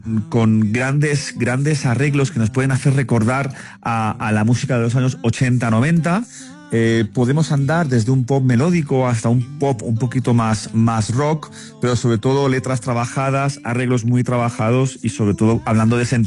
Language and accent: Spanish; Alicante, Valencian Community, Spain; moved away as an adult; now in Bogotá, Colombia; mi ciudad natal, que es Alicante